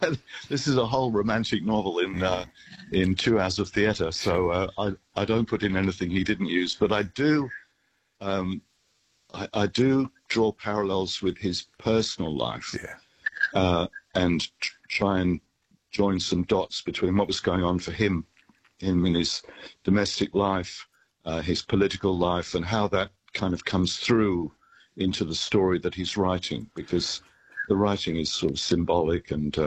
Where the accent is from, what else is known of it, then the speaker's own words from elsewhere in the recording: Guernsey; I grew up in Guernsey in the Channel Islands.